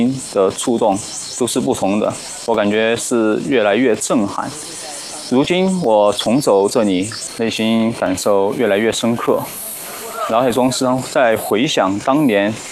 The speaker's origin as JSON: {"language": "Chinese", "town": "Zunyi", "region": "Guizhou", "country": "China", "tie": "born or raised there", "said": "我是土生土长的遵义人，就从小我们都经常来这里踏青"}